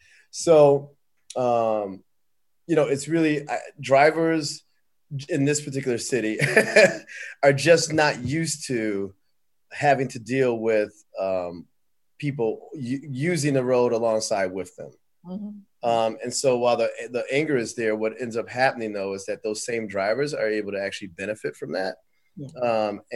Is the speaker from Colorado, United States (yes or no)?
no; Detroit, Michigan, United States; I'm from Detroit, you know, myself, you know, and so, you know, I can't imagine them putting a bike lane on 7 Mile, for instance. I mean, you know, this is where I live, right?